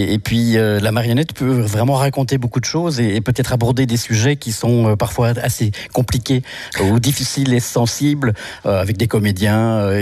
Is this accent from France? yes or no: no; Brussels, Belgium; now in Genappe, Belgium; Je viens de Bruxelles.